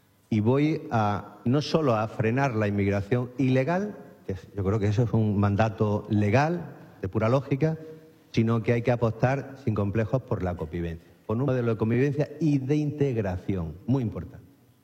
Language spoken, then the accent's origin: Spanish; El Ejido, Andalusia, Spain; Yo vengo del Ejido y ha crecido, el Ejido ha crecido, pues imagínate, en menos de medio siglo ha podido crecer en 80.000 habitantes, ¿no?